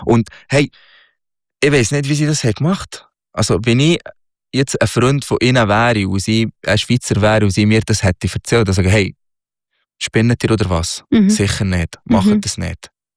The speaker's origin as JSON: {"language": "German", "country": "Egypt", "second_language": "German", "lives_now": "Switzerland", "said": "Ja, natürlich. Natürlich, das ist mein Heimatland. Aber mittlerweile kann ich wie mit dem leben."}